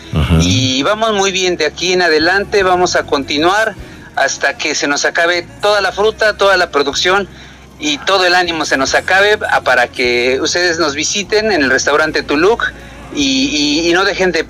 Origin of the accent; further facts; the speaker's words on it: Puebla, Mexico; Ustedes lo saben, yo personalmente lo he dicho en otras oportunidades, soy un poblano chicharronero